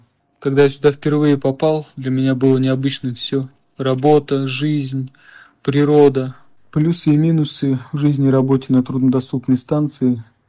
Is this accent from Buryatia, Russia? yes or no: yes; Buryatia, Russia; moved away as an adult; now in Cape Chelyuskin, Russia; я родом из Республики Бурятия. На данный момент живу и работаю на самой северной точке континента Евразия, мыс Челюскин.